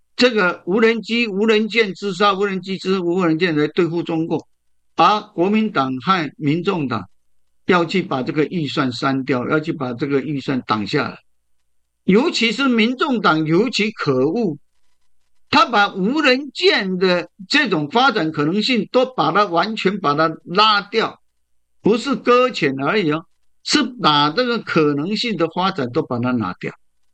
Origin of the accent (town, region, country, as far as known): Taiwan